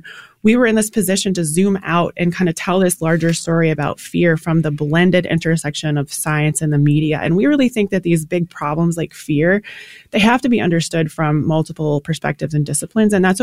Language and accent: English; New York, United States; I grew up in New York And I was 15 when September 11th happened.